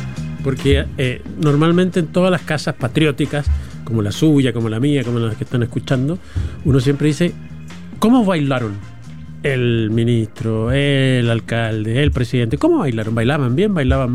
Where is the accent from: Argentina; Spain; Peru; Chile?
Chile; porque somos los chilenos y las chilenas